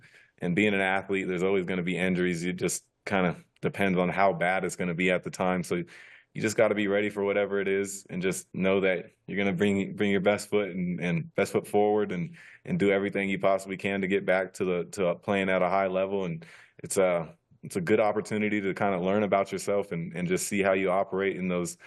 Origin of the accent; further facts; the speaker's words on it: California, United States; But growing up in California, that's something you always dream about being a part